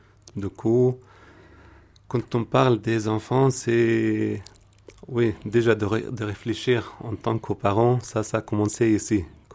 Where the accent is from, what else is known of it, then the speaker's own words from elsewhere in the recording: Damascus, Damascus Governorate, Syria; moved away as an adult; now in France; Je viens à la base de la Syrie. Je suis né à Damas, en Syrie, et grandi là-bas.